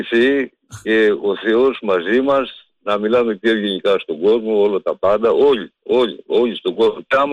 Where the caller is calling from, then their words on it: Karya, Ionian Islands, Greece; είμαι και από τη Λευκάδα εγώ τώρα